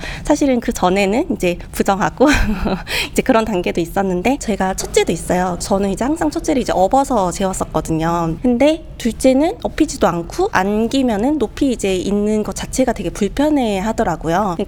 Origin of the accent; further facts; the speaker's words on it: South Korea; 한국인 연사로서는 유일하게 이제 단독 무대에서 이제 발표를 했어요.